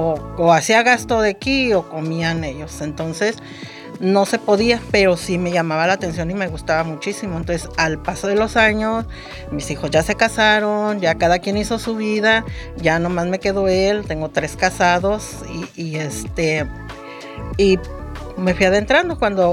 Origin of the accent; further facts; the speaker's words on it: Guadalajara, Jalisco, Mexico; moved away as an adult; now in Tijuana, Mexico; yo tengo 56 años, vengo de Guadalajara, tengo 29 años, aquí en Tijuana